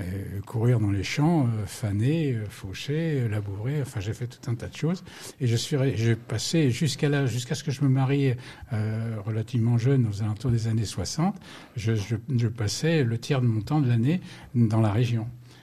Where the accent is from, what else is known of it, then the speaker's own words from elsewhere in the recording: Saint-Romain-les-Atheux, Auvergne-Rhône-Alpes, France; born there; moved away; also born or lived in Le Chambon-Feugerolles / Paris; je suis né donc au Chambon-Féjolles, c'est vrai. Tout petit, je suis venu à Saint-Romain-les-Athées avec mes grands-parents.